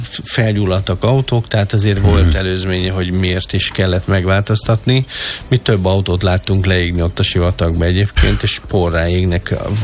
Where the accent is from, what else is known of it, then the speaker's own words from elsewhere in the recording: Dunaújváros, Fejér, Hungary; gyerekkoromban Dunaújvárosban nőttem fel